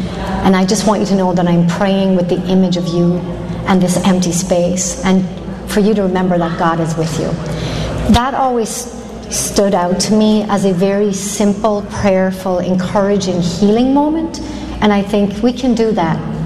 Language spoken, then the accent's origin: English; Ireland; So I'm Irish